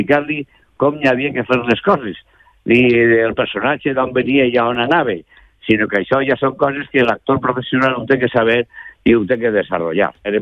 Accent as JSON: {"language": "Catalan", "region": "Valencian Community", "country": "Spain", "said": "perquè som valencians"}